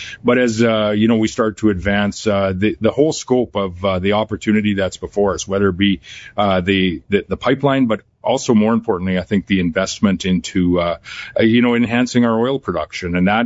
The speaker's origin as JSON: {"language": "English", "country": "Canada", "said": "I'm not an Albertan, but I am a Canadian"}